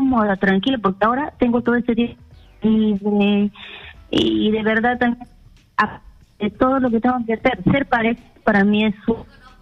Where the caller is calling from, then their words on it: Lima, Peru; Soy de Chorrillos.